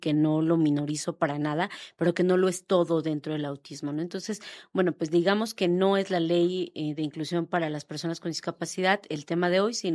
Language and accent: Spanish; Mexico